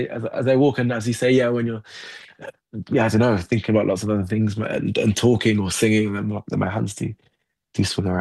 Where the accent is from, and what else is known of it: Nottingham, East Midlands, United Kingdom; born or raised there; now in London, United Kingdom